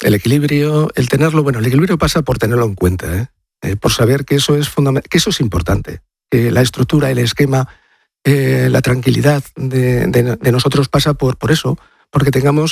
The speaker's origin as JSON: {"language": "Spanish", "town": "Madrid", "region": "Community of Madrid", "country": "Spain", "said": "Yo soy del pueblo de Madrid."}